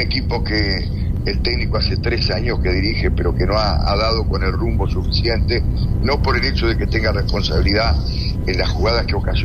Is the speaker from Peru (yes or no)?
no; Uruguay; Yo soy uruguayo